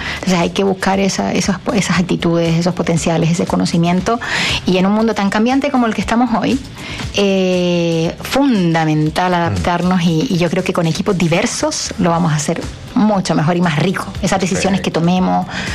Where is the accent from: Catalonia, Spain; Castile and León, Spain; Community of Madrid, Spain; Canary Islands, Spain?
Canary Islands, Spain; now in Chile; Que yo vengo de Canarias, en España